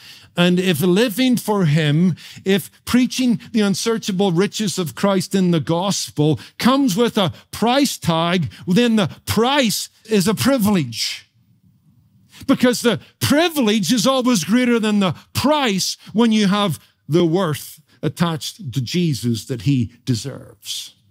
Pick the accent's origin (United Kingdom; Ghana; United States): United Kingdom; Northern Ireland; spent her latter years in my home country of Northern Ireland